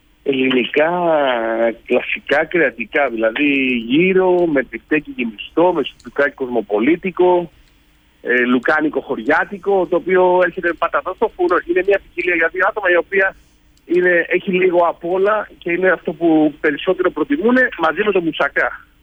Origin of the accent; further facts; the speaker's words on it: Greece; moved away as an adult; now in Spain; Από το 97 εγώ έφυγα από Ελλάδα και πήγα στην Ισπανία και άνοιξα το πρώτο ταβέρνα στην Ισπανία.